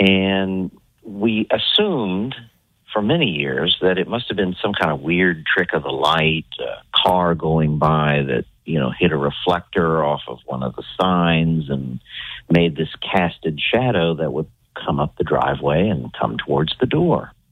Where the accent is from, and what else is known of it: Ohio, United States